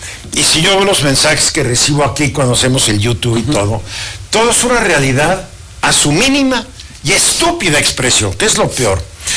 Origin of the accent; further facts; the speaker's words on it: Mexico City, Mexico; born there; No, yo nací en la Ciudad de México, hijo, nieto, bisnieto, tataranieto de chiapanecos.